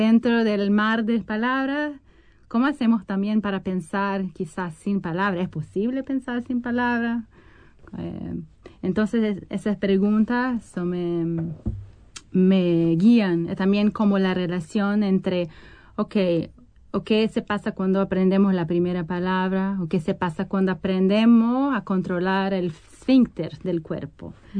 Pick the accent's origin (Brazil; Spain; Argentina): Brazil; Rio de Janeiro; born there; Spanish is a second language; moved away; also born or lived in Mexico; Naciste ahí, sí, en Río. Viví muchos años, también viví muchos años fuera de Río. Voy a hablar un poquito de portuñol